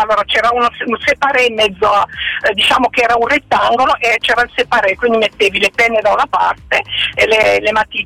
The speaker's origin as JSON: {"language": "Italian", "country": "Belgium", "tie": "born or raised there", "also_born_or_lived": "Venice", "moved": "yes", "said": "E sono andata a scuola in Belgio, perché sì, sono nata e cresciuta in Belgio."}